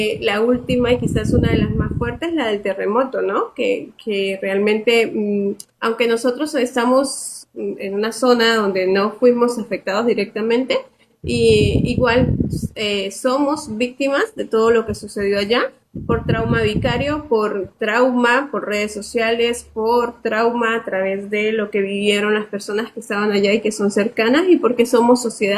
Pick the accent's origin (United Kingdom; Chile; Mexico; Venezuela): Venezuela